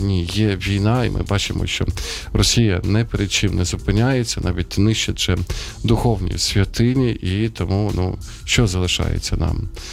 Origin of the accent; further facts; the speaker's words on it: Sumy, Sumy Oblast, Ukraine; moved away; був в Сумах, в моєму рідному місті